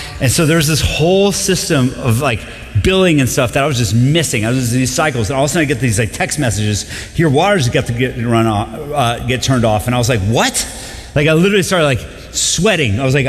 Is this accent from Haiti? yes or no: no; Colombia; moved away; Growing up in Colombia, that's kind of a real thing.